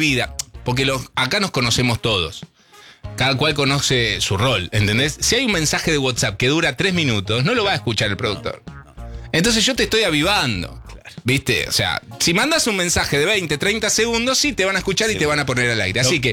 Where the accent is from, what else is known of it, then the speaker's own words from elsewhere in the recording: San Martín, Buenos Aires Province, Argentina; born there; soy nacido en San Martín.